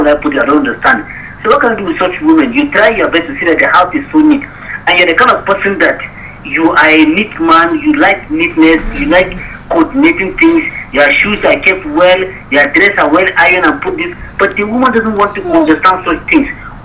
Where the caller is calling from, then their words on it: Jos, Plateau, Nigeria; calling from Jos.